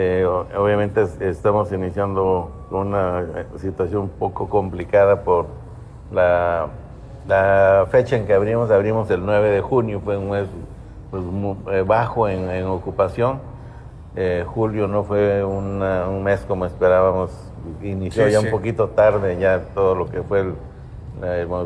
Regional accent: Quintana Roo, Mexico; also born or lived in Guerrero; Soy originario de Quintana Roo.

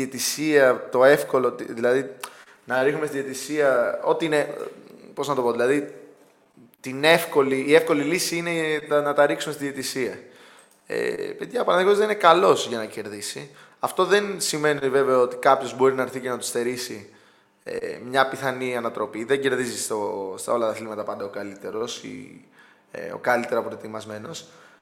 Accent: Greece

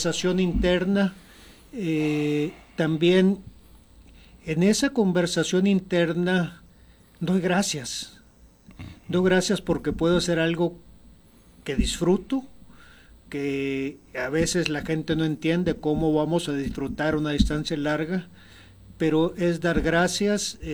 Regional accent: Sonora, Mexico; somos 4 sonorenses los que tenemos esta medalla.

